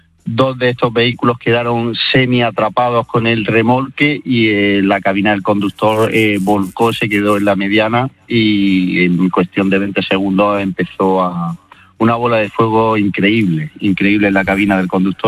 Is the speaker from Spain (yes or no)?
yes; Loja, Andalusia, Spain; now in Almería, Spain; soy natural de Loja y resido actualmente en Almería